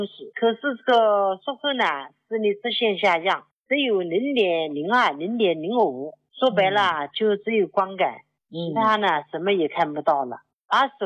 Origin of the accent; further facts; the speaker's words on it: Jiangsu, China; 胡老师，我是江苏的新朋友。